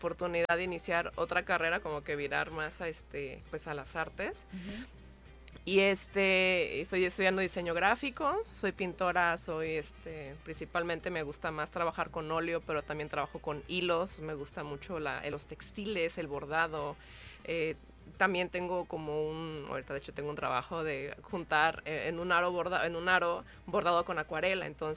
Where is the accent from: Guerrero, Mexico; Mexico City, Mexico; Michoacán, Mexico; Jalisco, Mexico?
Guerrero, Mexico; Acapulco; Soy de aquí de Acapulco, muy orgullosamente acapulqueña.